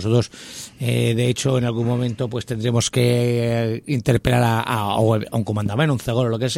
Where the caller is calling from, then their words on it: Sant Adrià de Besòs, Catalonia, Spain; Yo vivo en San Adrián del Besós